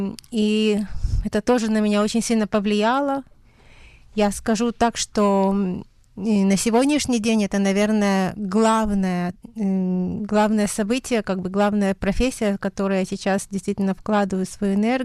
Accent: Odesa, Odesa Oblast, Ukraine; born there; я родилась в Одессе в 73-м году, и мое детство было вполне таким очень заурядным.

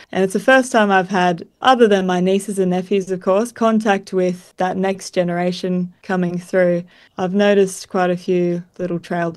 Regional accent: Grafton, New South Wales, Australia; I grew up just outside of Grafton.

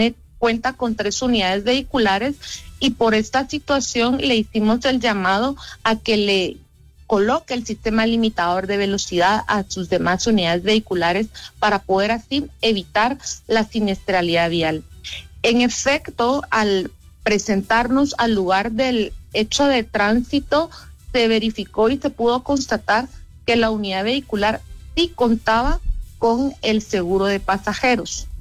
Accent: Guatemala; a todos como guatemaltecos nos afecta en general.

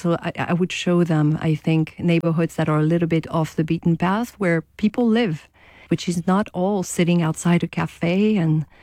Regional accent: Paris, Île-de-France, France; English is a second language; moved away; also born or lived in United States; I am both. I was born in France, but I'm also an American citizen. I lived here for 23 years, and I relocated back to France. So I'm a Parisian once again.

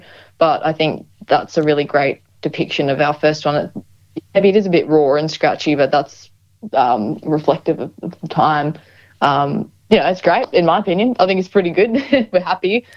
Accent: Queensland, Australia; Oh yeah, I'm just from Queensland.

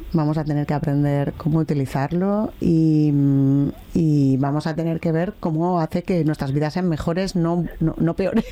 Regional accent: Bilbao, Basque Country, Spain; Para mí, que soy bilbaína, ha sido un espacio. Yo me acuerdo de aquellos miércoles gratis que íbamos por ahí.

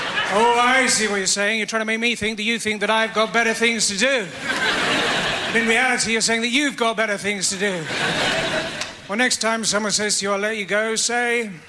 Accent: England, United Kingdom; I've got a bit of Scottish blood myself, on a kitchen knife. I enjoy playing Scottish music on my iPod. I'm very English, really.

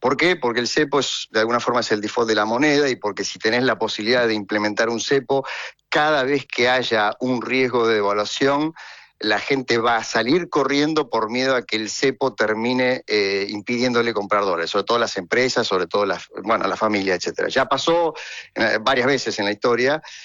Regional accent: Argentina

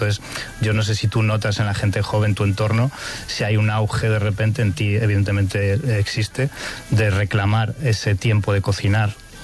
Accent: Community of Madrid, Spain

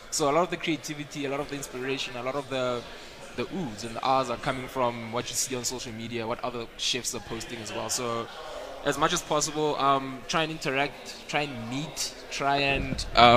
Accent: South Africa; we South Africans

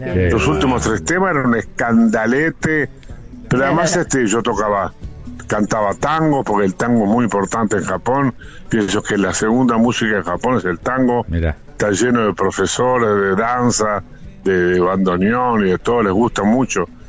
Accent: Uruguay; soy uruguayo. Uruguay es un país pequeño

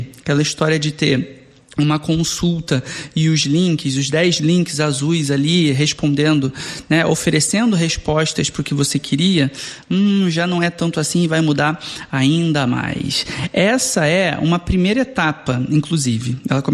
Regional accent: Rio de Janeiro, Brazil; Cara, eu como carioca quero dizer primeiro que me senti representado

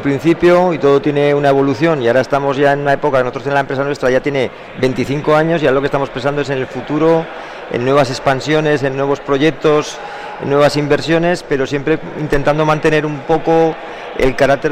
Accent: Huesca, Aragon, Spain; yo soy de Huesca

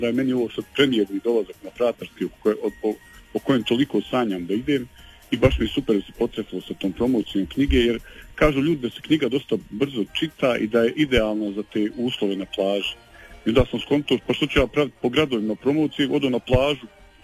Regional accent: Bosnia & Herzegovina; now in Croatia; Ali mi smo se, kako se zove, dovoljno asimilirali, avila assimilate u Istru, pa nas ne prepoznaju više kao Bosanci

